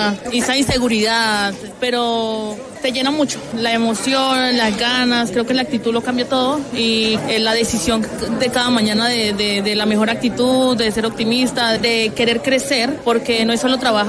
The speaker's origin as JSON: {"language": "Spanish", "country": "Venezuela", "moved": "yes", "lives_now": "Colombia", "said": "soy venezolana"}